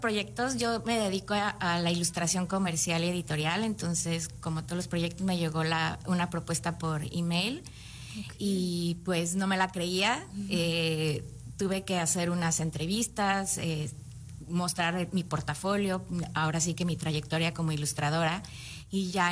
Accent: Toluca, State of Mexico, Mexico; moved away as an adult; now in Caribbean; yo soy mexicana, nací en Toluca, Estado de México, y estuve estudiando ahí hasta la universidad.

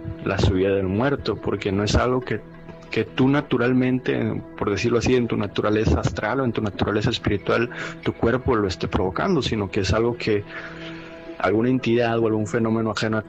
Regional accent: Monterrey, Nuevo León, Mexico; yo había viajado a la ciudad de San Antonio, a mi ciudad de origen, Monterrey

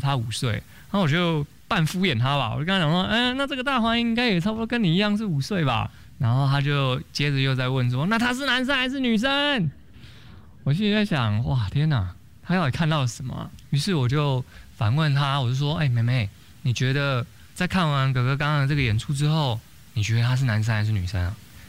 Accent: Taiwan; 因为我说了我来自台湾

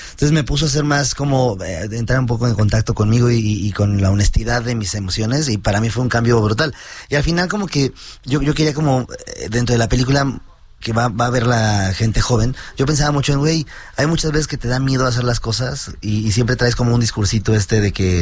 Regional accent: Mexico; de los alegres que somos los mexicanos

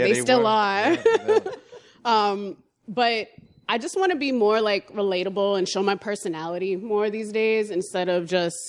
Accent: New York, United States; I'm from New York. I like to just go do random stuff in places like the middle of the world, which is Times Square.

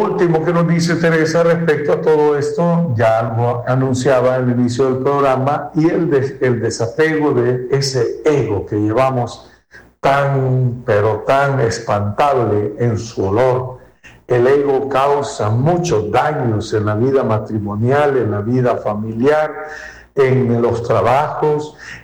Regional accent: Sonsonate, El Salvador; como dicen aquí en mi país, como que fueras el último coco de Sonsonate. En Sonsonate, donde hay mucho coco, acá

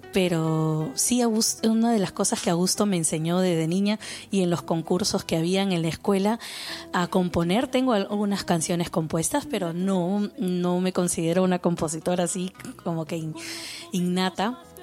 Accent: Lima, Peru; tuve eso de la música criolla, esta de antaño también, que aprendí mucho por el barrio, porque yo soy nacida en Barrios Altos.

